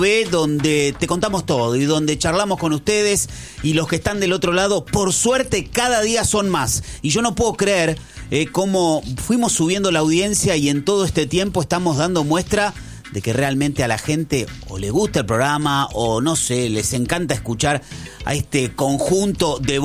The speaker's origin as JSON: {"language": "Spanish", "country": "Argentina", "said": "como argentino, 47 millones de argentinos que somos"}